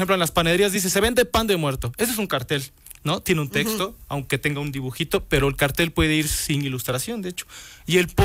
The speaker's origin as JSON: {"language": "Spanish", "country": "Spain", "said": "Sí, entonces por eso me digo que soy español."}